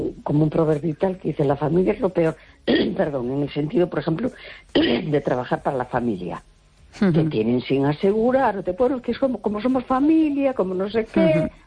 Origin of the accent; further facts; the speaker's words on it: A Coruña, Galicia, Spain; Hola, buenas noches, soy … de La Coruña.